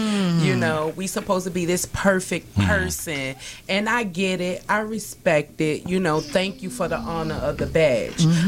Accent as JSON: {"language": "English", "country": "United States", "tie": "born or raised there", "said": "You know, I'm from the United States."}